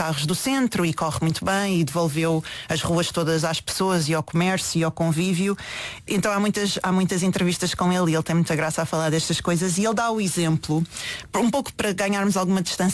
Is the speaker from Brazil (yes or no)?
no; Portugal; nós, como portugueses, adoramos coisas grátis